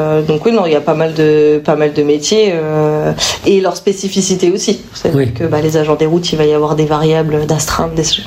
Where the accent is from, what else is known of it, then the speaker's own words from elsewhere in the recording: Chalon-sur-Saône, Bourgogne-Franche-Comté, France; Oui, moi je suis native de Chalon.